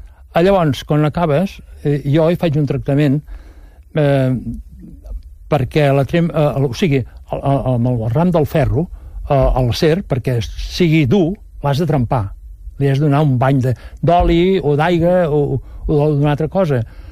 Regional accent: Mas Rampinyo, Catalonia, Spain; perquè soc de Mar Rampinyo, si ho entès, Montcada Reixac, entre Montcada Reixac i la Llagosta hi ha Mar Rampinyo.

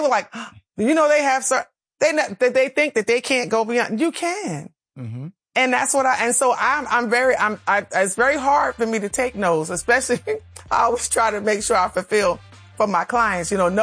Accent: the North, United States; moved away; I was raised in the North. And then when I came South

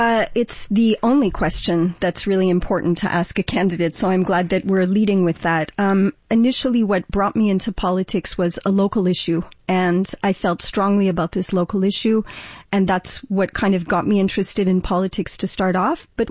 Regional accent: Ontario, Canada; born there; moved away as an adult; now in Quebec, Canada; as an English speaker, as somebody who's born in Ontario, and moved to Quebec as a young adult, it's really important that we have that connection with Canada.

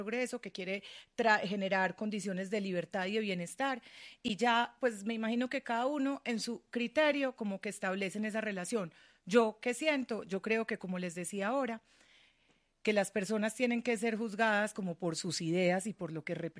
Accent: Antioquia, Colombia

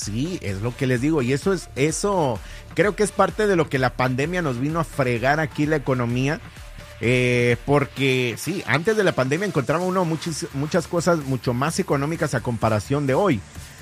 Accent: Cuautla, Morelos, Mexico; now in United States; allá yo crecí en Cuautla, Morelos. Allá radiqué muchos años. No soy originario de allá, pero allá crecí.

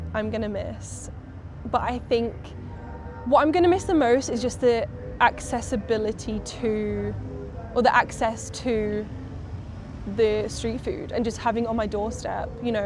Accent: United Kingdom; moved away as an adult; now in Mexico; But for me as a British person

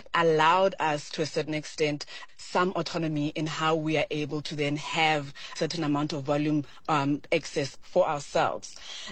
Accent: South Africa

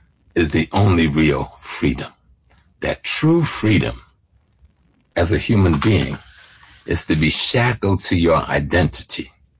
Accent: South Carolina, United States; In terms of my genetic lineage, I'm from South Carolina. People call us Gullah Geechee, but we just are the Africans, you know, and live along the coast and grew up in those rice plantations. I grew up on a rice plantation.

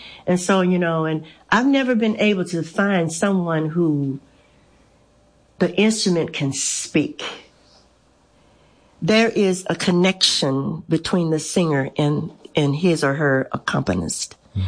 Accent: Louisiana, United States; moved away; also born or lived in Texas; I was raised in Louisiana

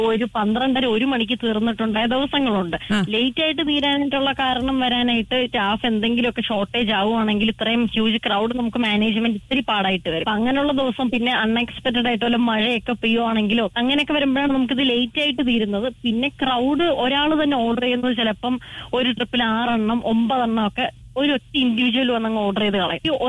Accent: Alappuzha, Kerala, India; moved away as an adult; now in Thiruvananthapuram, India; അല്ല, എന്റെ home town വരുന്നത് ആലപ്പുഴയാണ്. ജനിച്ചതും വളർന്നതും പഠിച്ചതും എല്ലാം ആലപ്പുഴയാണ്. ട്രിവാൻഡ്രത്തേക്ക് UPSC പ്രിപ്പറേഷന് വേണ്ടി മാത്രം വന്നതാണ്.

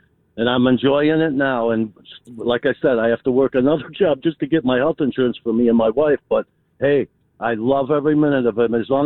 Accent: Chicago, Illinois, United States; We have a work ethic here growing up in Chicago. I lived on the northwest side in Portage Park

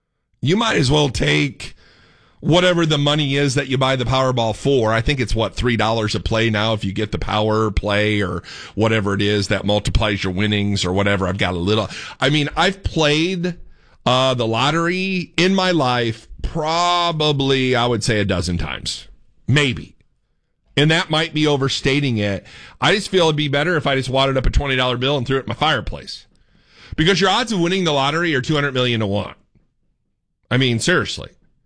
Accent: United States; I'm overly American. I mean, I'm probably the most patriotic person you'll ever meet.

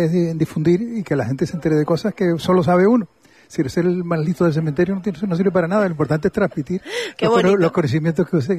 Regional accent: El Escobonal, Tenerife, Canary Islands, Spain; born there; now in Candelaria, Spain; Yo soy nacido en El Escorial, que vivo en Candelaria hace más de 30 años

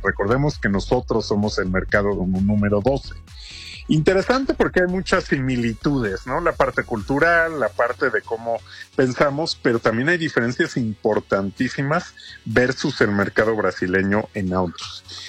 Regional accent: Mexico

